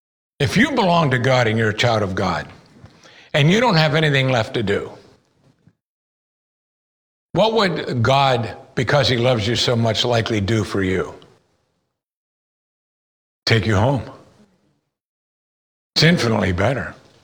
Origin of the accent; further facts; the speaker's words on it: United States; you and I are conditioned as Americans